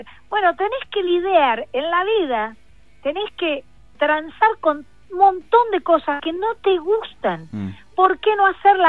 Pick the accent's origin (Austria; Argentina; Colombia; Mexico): Argentina; Buenos Aires Province; now in Buenos Aires, Argentina; Soy una chica de la zona sur que vivo en Capital